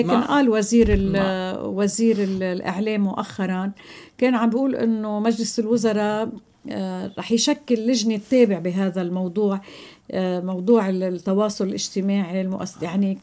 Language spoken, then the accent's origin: Arabic; Lebanon; نحن كلبنانيين